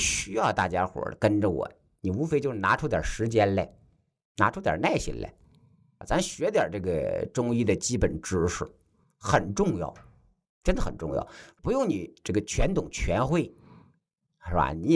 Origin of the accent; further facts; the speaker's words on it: China; 我们中国人有没有自己的医生啊？